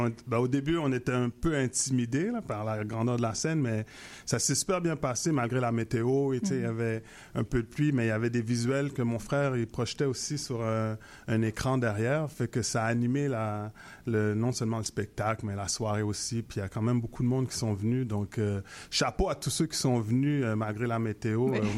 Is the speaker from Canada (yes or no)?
yes; Montreal, Quebec, Canada; born there; first language Haitian Creole; French is a second language; je suis né à Montréal de parents d'origine haïtienne, puis bon, à la maison, c'était créole haïtien qui était qu'on communiquait, et puis après, bon, j'étais à l'école en français